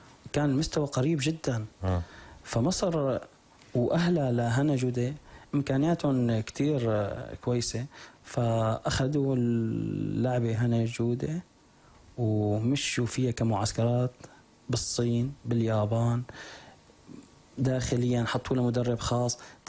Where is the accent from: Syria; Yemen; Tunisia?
Syria; عندنا بسوريا